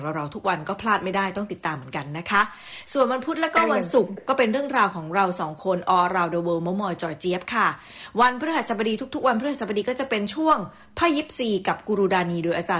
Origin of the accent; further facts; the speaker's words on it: Phatthalung, Thailand; moved away; สมัยเด็กๆเนี่ยเราก็เกิดทางเด็กต่างจังหวัดเนาะเกิดที่ภาคใต้ถึงจะเป็นอำเภอเมืองแต่มันก็เป็นต่างจังหวัดที่พัทลุง